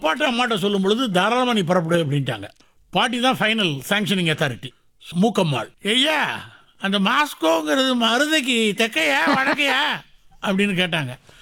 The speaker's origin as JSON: {"language": "Tamil", "town": "Kovilpatti", "region": "Tamil Nadu", "country": "India", "tie": "born or raised there", "also_born_or_lived": "Virudhunagar", "said": "ஆமா, நான் பிறந்தது வந்து விருதுநகர், படிச்சது வளர்ந்தது எல்லாமே கோவில்பட்டி."}